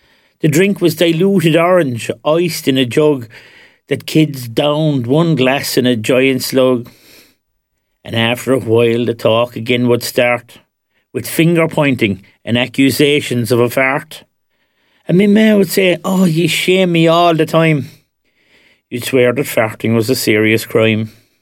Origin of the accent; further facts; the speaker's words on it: Ireland; Growing up in Ireland in the 70s